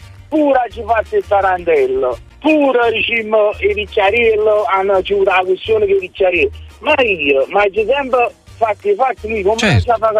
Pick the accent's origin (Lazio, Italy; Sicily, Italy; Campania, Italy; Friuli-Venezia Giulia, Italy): Campania, Italy; Grumo Nevano; Ciao, senti … sono di Grumonevano.